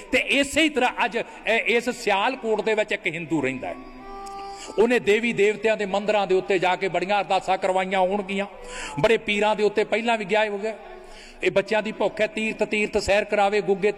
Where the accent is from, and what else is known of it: Punjab, India